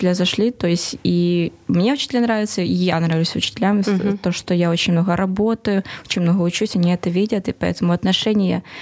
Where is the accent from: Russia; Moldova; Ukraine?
Ukraine; Russian is a second language; что вот я украинка, еще и одна в классе.